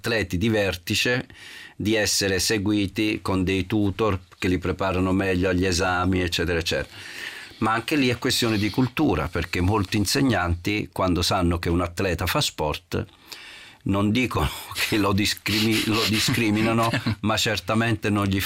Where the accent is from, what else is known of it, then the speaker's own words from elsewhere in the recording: Milan, Lombardy, Italy; A Milano, sì, però io sono cresciuto a Milano.